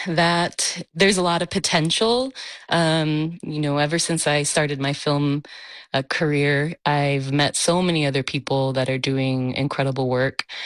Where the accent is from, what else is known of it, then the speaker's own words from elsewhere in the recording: El Paso, Texas, United States; I grew up in El Paso